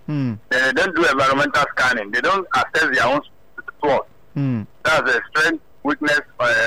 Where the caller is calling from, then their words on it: Agbara, Ogun, Nigeria; Yes, I'm calling from Agbara.